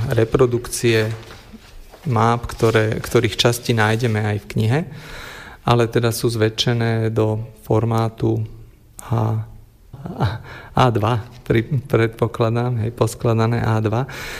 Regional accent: Bratislava, Bratislava Region, Slovakia; tak ja som originál z Bratislavy, pochádzam z Bratislavy

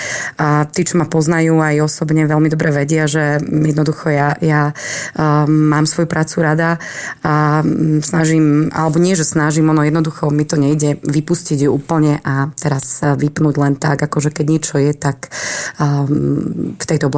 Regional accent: Malacky, Bratislava Region, Slovakia; moved away as an adult; now in Trenčianske Teplice, Slovakia; Ja pochádzam inak z Malaciek, z Bratislavského kraja teda, takže tam mám rodičov, mám tam vlastne rodný dom a som tam vlastne žila dlhé roky, takže poznám veľmi dobre aj Záhorie, ale 10 rokov teda už Teplice sú takým aj môjim domovom

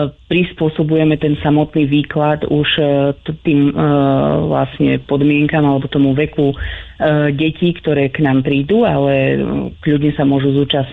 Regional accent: Spiš, Slovakia; u nás na Spiši malo veľkú váhu a naozaj bolo veľmi rozšírené aj včelárstvo a vlastne salašníctvo alebo to pastierstvo.

